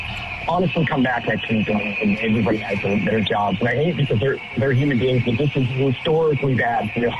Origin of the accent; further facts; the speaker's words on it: Wisconsin, United States; now in Chicago, United States; being down in Chicagoland as a native Wisconsinite and proud Packer fan